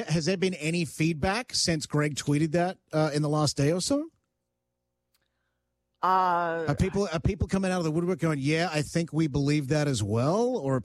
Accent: Australia; now in Canada; some of the cars that I grew up with in Australia were iconic to Australia.

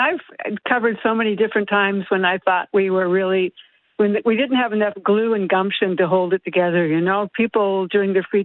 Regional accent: Canada

